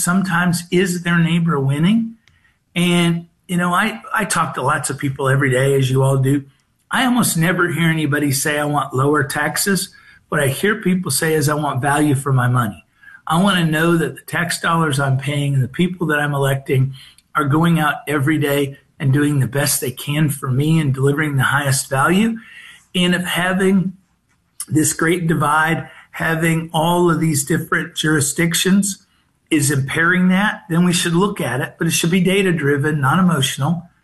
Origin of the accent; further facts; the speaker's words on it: Missouri, United States; growing up in Southwest Missouri, and my wife's a St. Louis native, so St. Louis has been home psychologically for 35 years, but growing up in Southwest Missouri